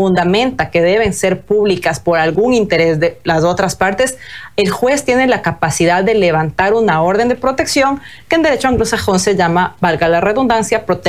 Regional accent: Ecuador; cuando el proceso ya se ha diluido hasta en las memorias de nosotros como ecuatorianos.

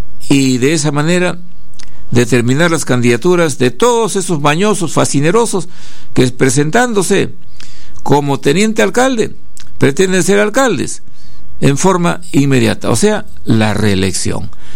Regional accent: Peru; como los peruanos somos intonsos y vivimos en un país bananero

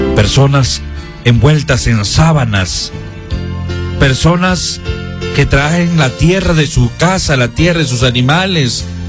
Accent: Argentina; now in Cajamarca, Peru; yo soy argentino, tengo la frente en alto, tengo más de 12 años en el norte de Perú

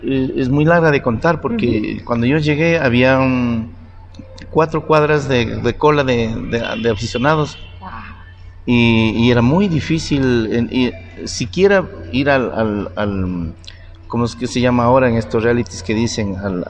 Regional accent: Ecuador; solo de mi pueblo a Ibarra eran como 3 horas, de Ibarra a Quito eran como 12 horas, de Quito a Guayaquil eran como un día y una noche

